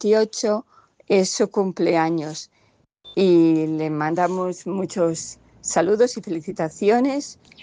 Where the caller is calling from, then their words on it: Castile and León, Spain; de Salamanca, mando el mensaje desde La Belgués, un pueblo de Salamanca.